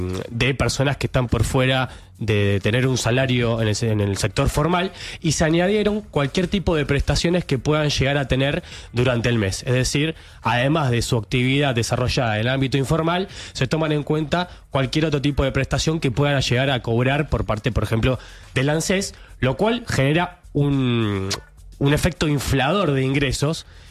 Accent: Lavallol, Buenos Aires Province, Argentina; yo soy de Lavallol, sí.

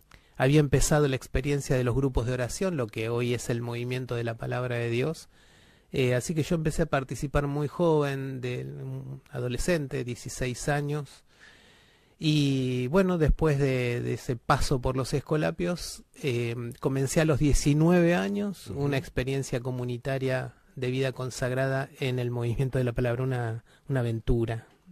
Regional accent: Buenos Aires, Argentina; Soy porteño, oriundo, nací en el sanatorio Otamendi, más exactamente. Ah, mi mamá era docente, ahí nos estuvo por la obra social docente, nos parió ahí en el sanatorio Otamendi. Y viví en Pedro Goyena y Doblas, hasta que me fui...

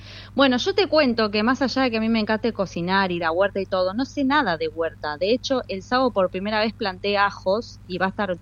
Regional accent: La Plata, Buenos Aires Province, Argentina; moved away as an adult; now in Tierra del Fuego, Argentina; Yo soy platense, hace 5 años vivo acá

